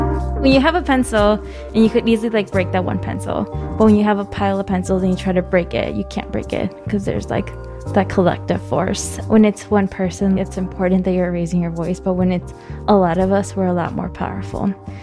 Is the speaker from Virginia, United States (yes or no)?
no; Chicago, Illinois, United States; I was born and raised in Barden Park, and people are like, where's Barden Park? And I was like, right next to Back of the Arts, and they're like, I know where that is. I'm in Hyde Park currently.